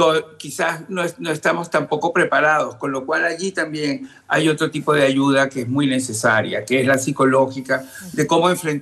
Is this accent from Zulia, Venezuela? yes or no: no; Caracas, Capital District, Venezuela; moved away; La zona donde viven mis padres y donde yo nací, el este de Caracas, es uno de los sitios más afectados de Caracas.